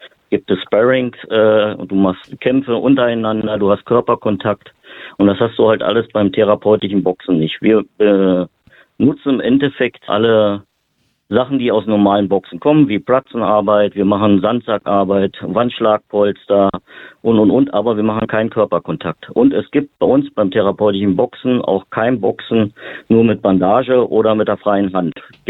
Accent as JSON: {"language": "German", "region": "Berlin", "country": "Germany", "said": "Ich komme aus Berlin"}